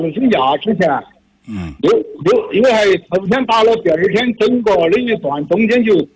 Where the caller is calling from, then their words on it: Shizhong District, Sichuan, China; 市中区石家镇。